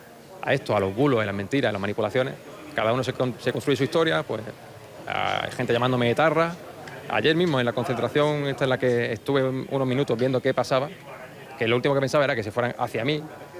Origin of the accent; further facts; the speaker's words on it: Málaga, Andalusia, Spain; Yo soy de Málaga, yo me vuelvo a mi casa en algún momento